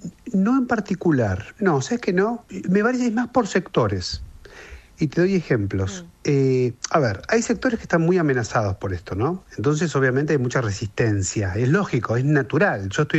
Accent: Argentina

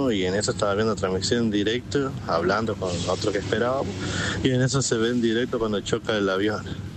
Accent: San Martín de las Escobas, Santa Fe, Argentina; now in Santiago del Estero, Argentina; Santiago del Estero. Yo me acuerdo que en ese año, bueno, ya se ha nacido y criado en San Martín de las Escobas, Santa Fe.

